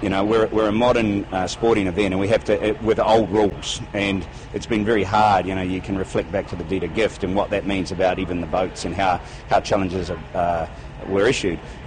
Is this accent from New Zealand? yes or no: yes; New Zealand; I'm a New Zealander, and Aussies are our biggest rivals when it comes to sport.